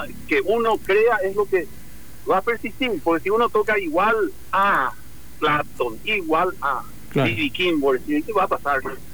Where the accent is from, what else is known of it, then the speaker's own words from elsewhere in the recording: Villarrica, Guairá, Paraguay; now in Encarnación, Paraguay; Yo soy de Villarrica, uh-huh. a pesar de que vivo en Encarnación, siempre me considero soy de Villarrica. Uh-huh. Esa es mi tierra.